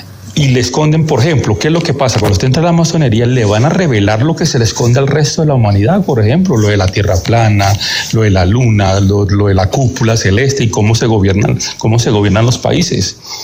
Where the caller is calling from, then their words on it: Chía, Cundinamarca, Colombia; Desde Chía, Cundinamarca, la ciudad de la luna.